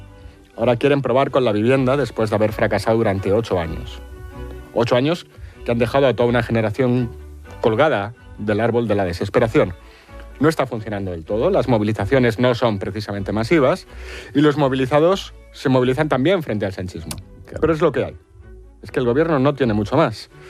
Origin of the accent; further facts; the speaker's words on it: Spain; A ver si así pues como en Argentina, los españoles nos partimos la cara